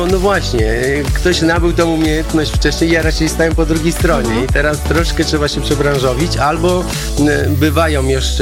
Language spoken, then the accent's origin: Polish; Radom, Masovian Voivodeship, Poland; już wiesz, że z Radomia, mówię, ty jestem z Radomia, no czy mogę jeździć?